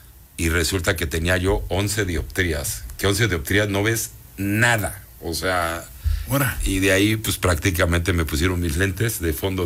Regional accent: Puebla, Mexico; born there; Nací en Puebla.

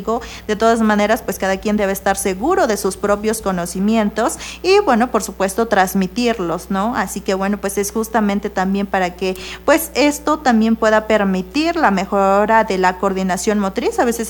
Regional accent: Mexico; aquello que nos identifica como mexicanos

